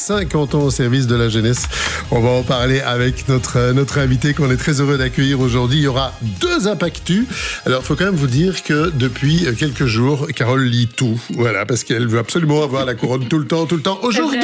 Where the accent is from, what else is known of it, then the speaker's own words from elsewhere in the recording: Brussels, Brussels-Capital Region, Belgium; Moi, je viens de Bruxelles, hein, chez nous, on dit stouf quand on veut exagérer un petit peu.